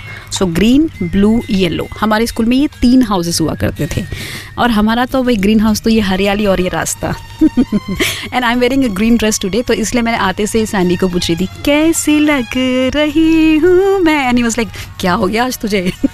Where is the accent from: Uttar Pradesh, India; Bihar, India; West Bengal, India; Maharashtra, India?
Maharashtra, India; Akola; moved away; मैं अकोला से आती हूँ, Akola Maharashtra, it's a small town.